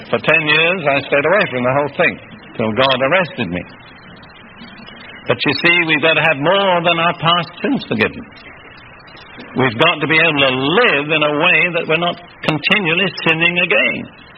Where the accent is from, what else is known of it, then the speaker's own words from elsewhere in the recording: United Kingdom; but I grew up in the Anglican Church in Britain.